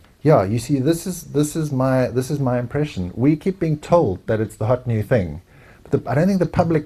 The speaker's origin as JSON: {"language": "English", "country": "South Africa", "said": "as a South African, you have a feel for how South Africans speak and what things look like and taste."}